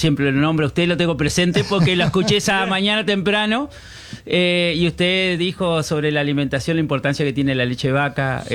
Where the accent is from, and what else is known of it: Viale, Entre Ríos, Argentina; born or raised there